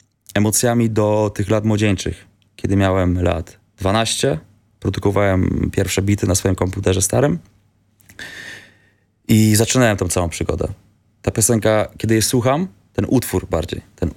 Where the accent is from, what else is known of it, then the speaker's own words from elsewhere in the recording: Wadowice, Lesser Poland, Poland; now in Kraków, Poland; Ja jestem z mojego miasta, z Wadowic, gdzie jest 13 tysięcy mieszkańców